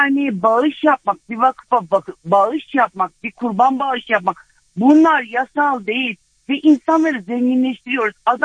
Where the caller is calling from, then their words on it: Diyarbakır, Diyarbakır Province, Turkey; Diyarbakır'dan arıyorum.